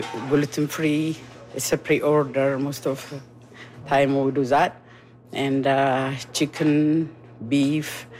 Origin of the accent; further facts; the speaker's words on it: Ethiopia; now in London, Canada; I came from Ethiopia. I'm Ethiopian